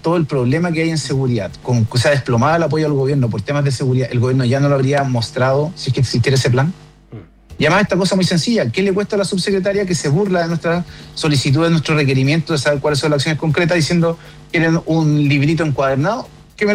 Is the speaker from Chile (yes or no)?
yes; Chile; como chilenos y chilenas